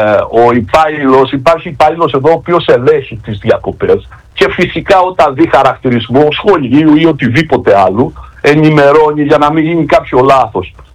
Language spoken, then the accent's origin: Greek; Ierapetra, Crete, Greece; Εγώ είμαι από την Ιερά Πέτρα. Εγώ έχω σπίτι 2 χιλιόμετρα από εκεί, από την Αγρέξ